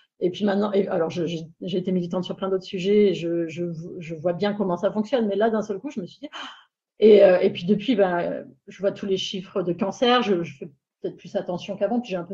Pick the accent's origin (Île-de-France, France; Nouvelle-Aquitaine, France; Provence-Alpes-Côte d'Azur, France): Provence-Alpes-Côte d'Azur, France; moved away